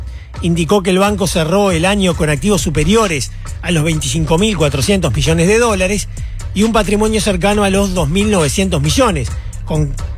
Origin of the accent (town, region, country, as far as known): Uruguay